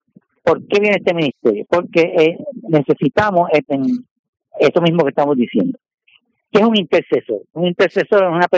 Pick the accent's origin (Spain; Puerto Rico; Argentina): Puerto Rico; San Juan